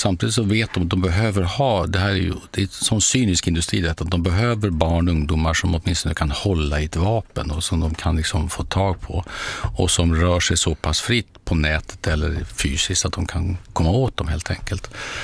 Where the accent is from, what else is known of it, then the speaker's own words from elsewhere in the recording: Eskilstuna, Södermanland, Sweden; moved away; Jag var i min gamla hemstad Eskilstuna här om veckan.